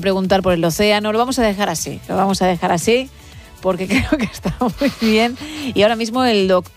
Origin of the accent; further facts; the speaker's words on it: Madrid, Community of Madrid, Spain; born there; No, nací en Madrid.